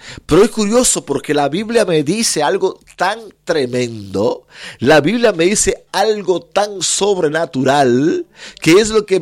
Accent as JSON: {"language": "Spanish", "country": "Cuba", "said": "En Cuba hubo guerras, conquistas, porque es de donde vengo."}